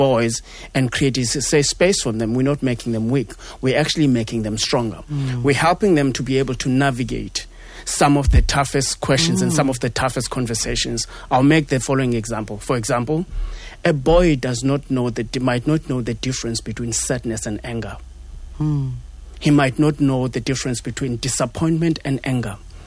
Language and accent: English; South Africa; as a South African, South Africans are very resilient people.